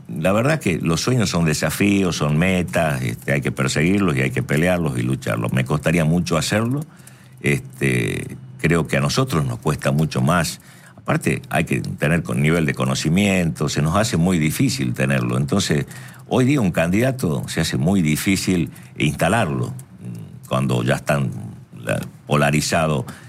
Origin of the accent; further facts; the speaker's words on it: Tucumán, Argentina; Que yo siempre, como tucumanos siempre nos peleamos cuál es más rica, si la tucumana o la salta.